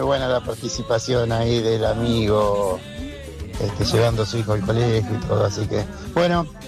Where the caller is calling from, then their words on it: Merlo, Buenos Aires Province, Argentina